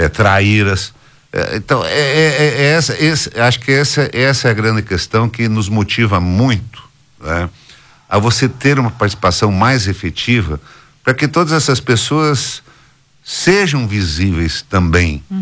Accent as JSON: {"language": "Portuguese", "region": "Goiás", "country": "Brazil", "tie": "born there", "moved": "yes", "said": "a oportunidade de nascer em Goiás. Eu adoro o meu estado, adoro a minha cidade, adoro o lugar lá onde eu nasci, lá no meio da roça."}